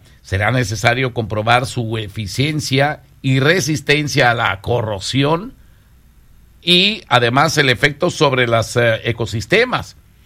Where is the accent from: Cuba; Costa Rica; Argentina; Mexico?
Mexico; Claro que soy mexicano, oye. Soy mexicano, pero no tonto.